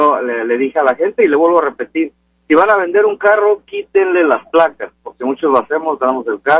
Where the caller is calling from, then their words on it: Lakewood, Washington, United States; yo vivo en Leywood, en el otro lado de la American Lake.